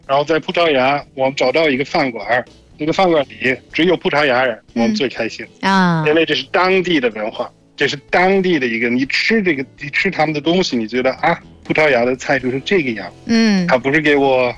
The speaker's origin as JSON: {"language": "Chinese", "country": "Germany", "second_language": "Chinese", "said": "谢谢大家，"}